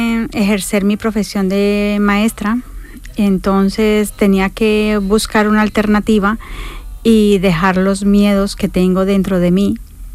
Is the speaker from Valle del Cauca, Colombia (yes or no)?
yes; La Unión, Valle del Cauca, Colombia; moved away as an adult; now in Córdoba, Spain; Sí, soy de La Unión, solamente que La Unión es un pueblo del Valle del Cauca.